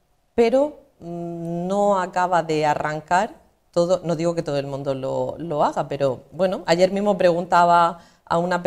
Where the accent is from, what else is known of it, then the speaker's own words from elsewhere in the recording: El Ejido, Andalusia, Spain; yo vengo de una pedanía de Elegido, de La Noria, este año cumplo 11 años atendiendo en consulta a gente como dietista, nutricionista